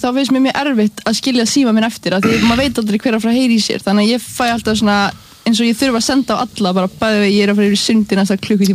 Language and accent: Icelandic; Garðabær, Capital Region, Iceland; Hei, ég er frá Garðabænum Ég er úr Garðabænum